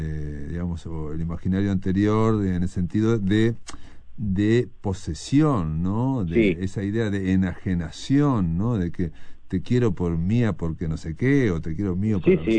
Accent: Fray Bentos, Río Negro, Uruguay; yo soy del litoral, soy de Fray Ventos

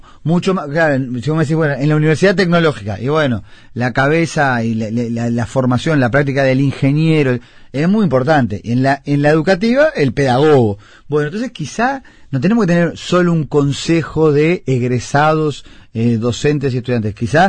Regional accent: Montevideo, Uruguay; born there; nosotros los que nacimos acá en Montevideo

